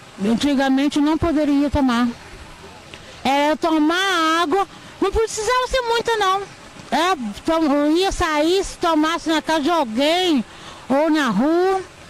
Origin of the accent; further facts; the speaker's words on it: Paraíba do Sul, Rio de Janeiro, Brazil; Eu vim da cidade de Rio de Janeiro, Paraíba do Sul.